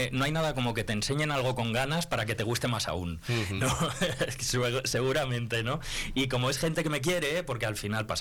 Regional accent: Palencia, Castile and León, Spain; moved away; yo soy de aquí, soy muy palentino, me encanta venir siempre que puedo, cada vez que puedo escaparme, ojalá pudiera más, llevo Palencia en la boca a todos los sitios donde voy

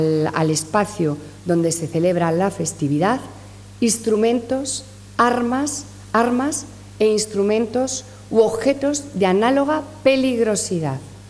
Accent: Valladolid, Castile and León, Spain; lo que somos los vallisoletanos, personas con responsabilidad y con gran civismo.

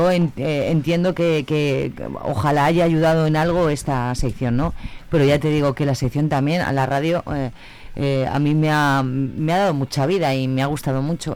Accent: Zamora, Castile and León, Spain; somos zamoranos

